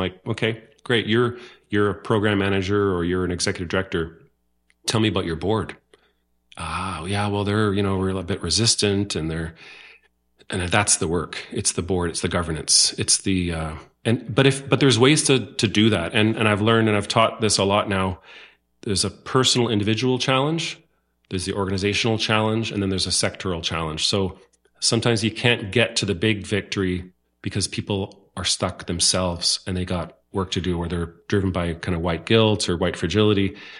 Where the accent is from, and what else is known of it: North Vancouver, British Columbia, Canada; born or raised there